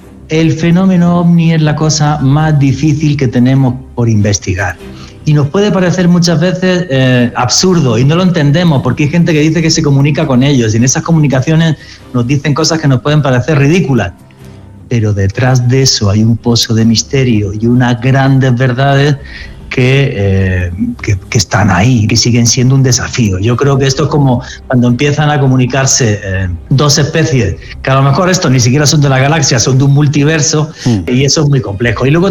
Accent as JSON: {"language": "Spanish", "country": "Spain", "said": "pues soy español y tremendamente feliz de poder colaborar contigo, sobre todo, y también con medios de comunicación españoles."}